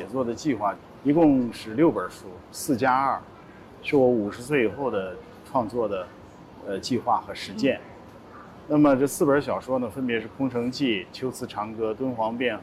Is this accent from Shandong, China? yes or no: no; Changji, Xinjiang, China; born there; 因为我在昌吉出生，我内心里非常的敬畏。我的出生地绝对不能轻易写，面对自己的出生地新疆